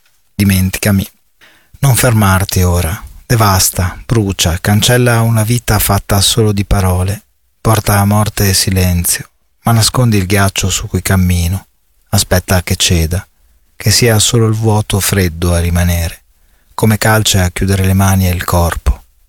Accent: Bologna, Emilia-Romagna, Italy; now in Ferrara, Italy; sono di Bologna in realtà, anche se vivo a Ferrara

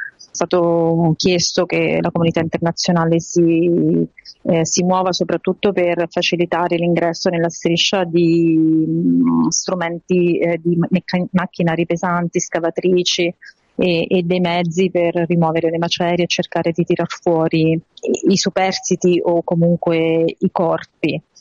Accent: Marche, Italy; Io sono marchigiana, sono in un territorio che è abbastanza piegato dal terremoto

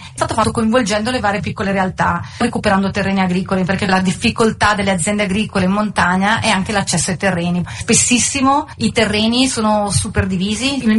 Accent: Ospitaletto, Lombardy, Italy; non sono originaria di qua, sono bresciana, sono di Ospitaletto. Vissuta per tantissimi anni all'estero

